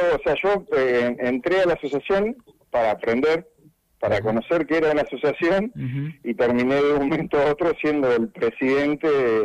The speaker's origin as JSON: {"language": "Spanish", "town": "Bahía Blanca", "region": "Buenos Aires Province", "country": "Argentina", "said": "Sí, yo soy de Bahía Blanca. Sí, o sea, hice todas mis formativas allá en Bahía, en el Club Alem."}